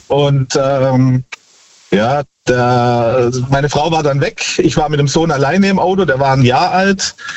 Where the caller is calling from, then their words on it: Nehren, Baden-Württemberg, Germany; ich komme aus Gnähren bei Tübingen.